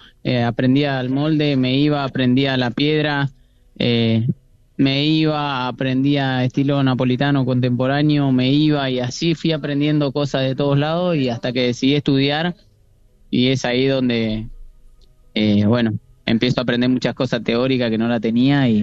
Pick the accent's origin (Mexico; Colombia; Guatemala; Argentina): Argentina; Buenos Aires; Nací acá, en Parque Patricio, me crié ahí.